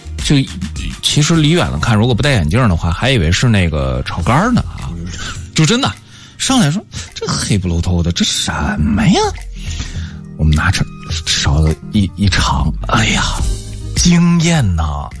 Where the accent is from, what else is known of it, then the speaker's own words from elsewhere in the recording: northern China, China; 不过作为北方人来讲啊